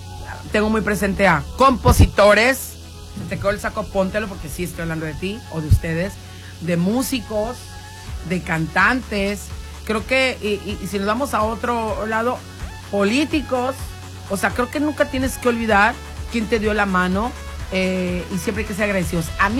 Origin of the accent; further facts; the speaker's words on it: Sinaloa, Mexico; siendo sinaloenses